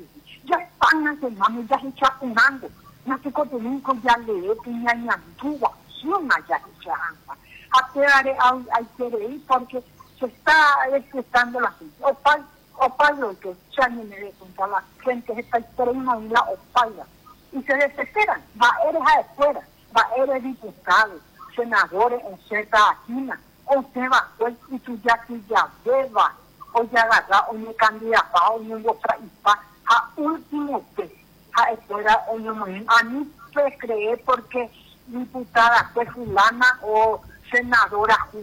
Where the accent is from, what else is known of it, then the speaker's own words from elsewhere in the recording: Paraguay; Somos paraguayos.